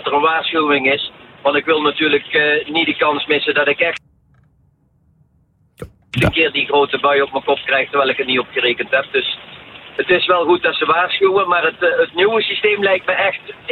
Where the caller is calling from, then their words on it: Eindhoven, North Brabant, Netherlands; ik rij op dit moment in Westkapelle en daar kom ik nogal veel, maar ik kom uit Eindhoven.